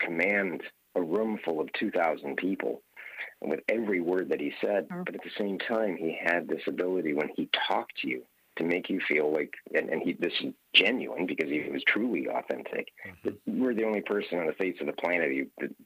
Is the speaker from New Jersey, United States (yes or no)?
no; Hawaii, United States; When I was a young boy growing up in Hawaii, because that's where I grew up